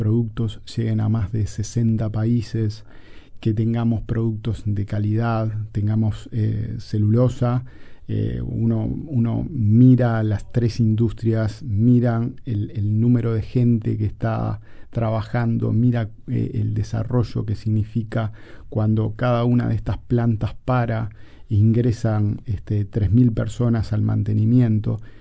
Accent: Uruguay

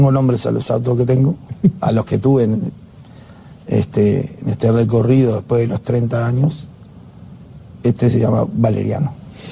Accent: Montevideo, Uruguay; nacido Malvin

